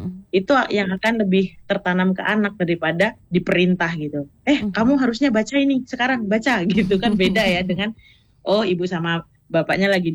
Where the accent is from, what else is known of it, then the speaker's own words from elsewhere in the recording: Way Kanan, Lampung, Indonesia; Ada Pak Agustianto dari Metro, ada Kak Devi dari Lampung Barat, dan saya sendiri dari Waikanan.